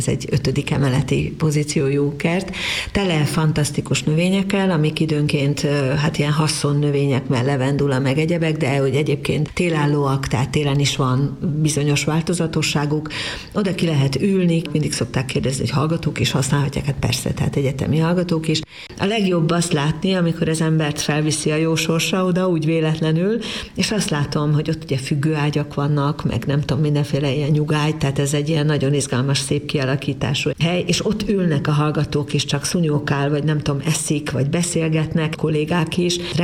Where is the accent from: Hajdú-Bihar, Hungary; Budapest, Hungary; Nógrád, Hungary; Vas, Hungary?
Hajdú-Bihar, Hungary; Debrecen; hát én debreceni vagyok